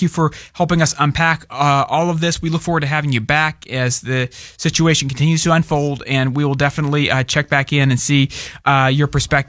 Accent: United States

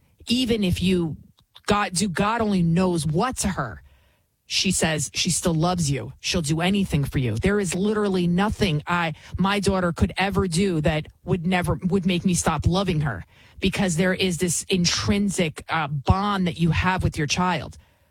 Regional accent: New York City, New York, United States; You can tell I'm from the Bronx, right?

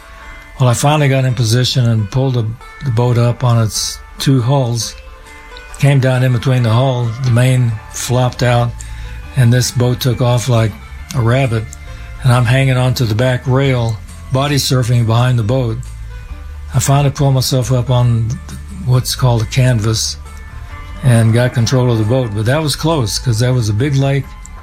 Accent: Kansas, United States; because growing up in Kansas, you don't get a chance to sail a lot.

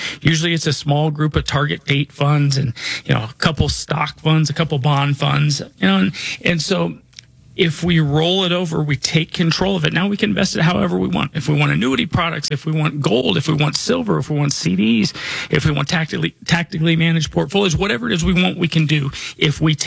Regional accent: Denver, Colorado, United States; I was born and raised here in Denver.

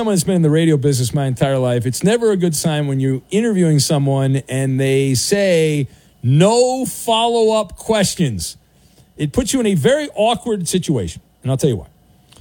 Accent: United States; Well, how else would I learn, sir? I grew up in America. I went to American schools.

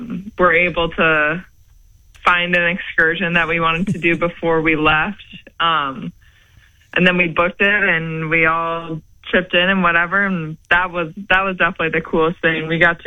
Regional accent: Chicago, Illinois, United States; I grew up on the South Side going to some of those games

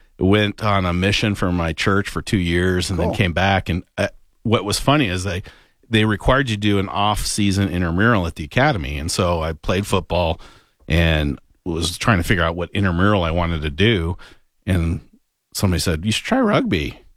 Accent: Alberta, Canada; I was actually born in southern Alberta, Canada. Yeah, both my parents are school teachers. They took jobs at the largest Indian reservation in Canada.

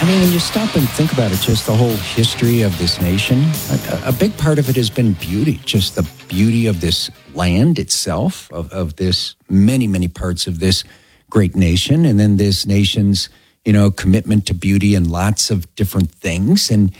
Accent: Chicago, Illinois, United States; also born or lived in Colorado; And I'm a city kid. I grew up in Chicago and then, you know, here in the metro area in Colorado, and have never lived in the mountains.

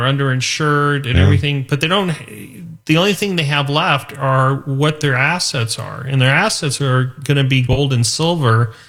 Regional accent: Los Angeles, California, United States; I grew up in Woodland Hills. You know, mm-hmm. I didn't grow up in East LA or anything like that.

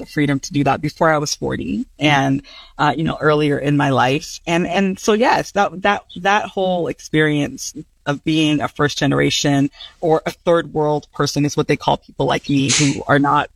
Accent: Houston, Texas, United States; also born or lived in Ghana; I was born in Ghana. I was a child immigrant, and I grew up, but I came here so young that I grew up in America. I grew up in Houston, Texas, and that experience of straddling cultures is so unique, but not rare.

